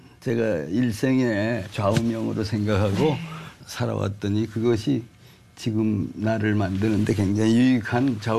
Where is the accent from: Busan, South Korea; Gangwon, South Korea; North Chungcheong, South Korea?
Gangwon, South Korea; Taebaek; born or raised there